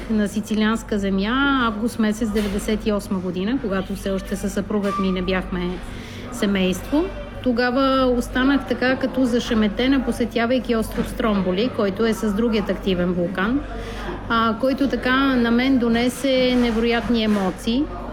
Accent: Sofia, Sofia City, Bulgaria; moved away as an adult; now in Palermo, Italy; Омъжих се, съпругът ми от Палермо и се преместих от София в Палермо 2001 година

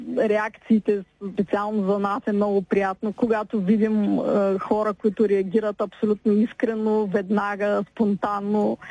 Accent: Sliven, Sliven Province, Bulgaria; двамата сме от Сливен

